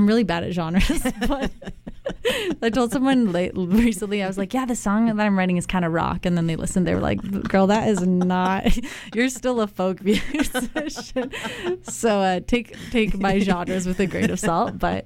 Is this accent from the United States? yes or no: no; Canada; as a Canadian